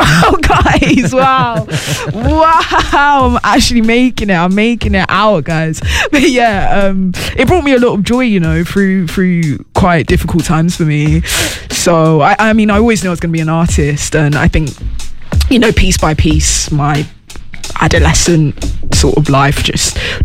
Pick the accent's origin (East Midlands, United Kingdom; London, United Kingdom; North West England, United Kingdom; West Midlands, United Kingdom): London, United Kingdom; I grew up in Southeast London, Peckham, to be exact. I grew up as an only child. I'm an only child.